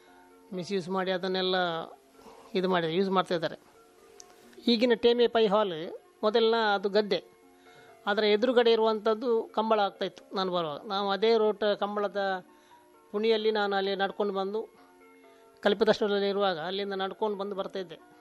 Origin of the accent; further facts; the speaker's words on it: Karnataka, India; born there; now in Mangalore, India; ಅಮ್ಟೂರು ನನ್ನ ಹುಟ್ಟೂರು, ಹಾಗೆ ಅಮ್ಟೂರು ನನ್ನ ಊರಿನ ಬಗ್ಗೆ ಒಂದು ಕಾಳಜಿಯಿಂದ ಆ ಹೆಸರನ್ನು ಇಟ್ಟಿದ್ದೇನೆ. ಎಲ್ಲರಿಗೂ ಇಲ್ಲದ್ರೆ